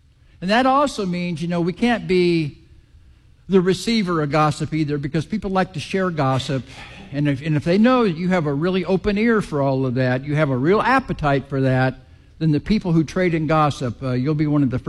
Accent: Kansas City, Missouri, United States; I grew up in Kansas City. Well, to the extent that I grew up, it was in Kansas City.

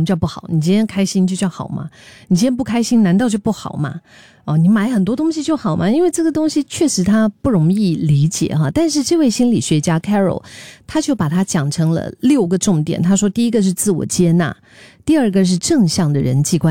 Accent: Singapore; 我们新加坡话讲叫很闲

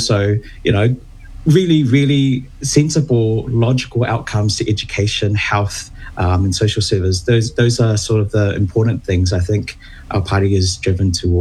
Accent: North Shore, Auckland, New Zealand; also born or lived in Wellington / Australia; Well, I am a very proud Kiwi Samoan. Was born and brought up on the North Shore.

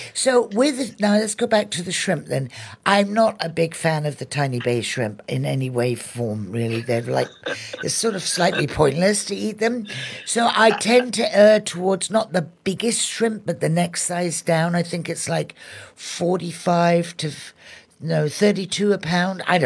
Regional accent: England, United Kingdom; it was a treat when I was a kid growing up in England to have pineapple at Christmas.

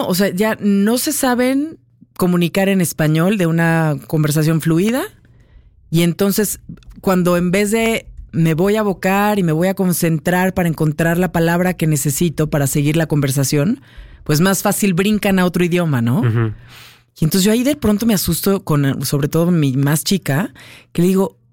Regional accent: Mexico; hay lugares a los que vamos nosotros como mexicanos y nos dicen, ¿cómo me gusta tu acento?

